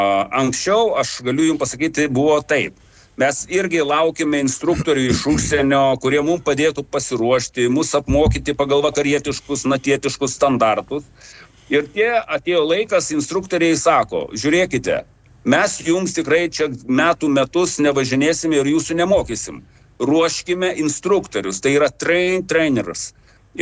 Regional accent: Klaipėda, Klaipėda County, Lithuania; Kadangi esu klaipėdietis ir ta moteris, kuri skambino iš būtent iš Baltijos prospekto, kadangi aš ten esu užaugęs ir baigęs Baltijos dabartinę gimnaziją, tuometinė 18.

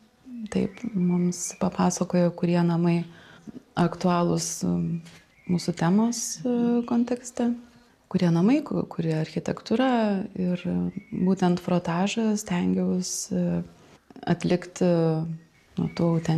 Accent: Vilnius, Vilnius County, Lithuania; Esu iš Vilniaus, esu keramikė, dirbu pagrindę su moliu, darau skulptūras

